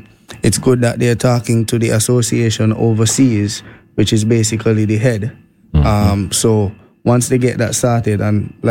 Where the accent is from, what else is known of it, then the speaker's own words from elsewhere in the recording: Antigua & Barbuda; now in Montserrat; I grew up in Antigua, right opposite Janai Racetrack.